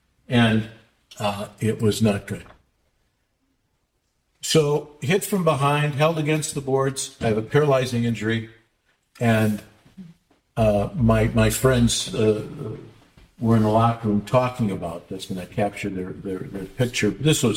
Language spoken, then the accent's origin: English; Detroit, Michigan, United States; I grew up in Detroit. I'm going to Detroit.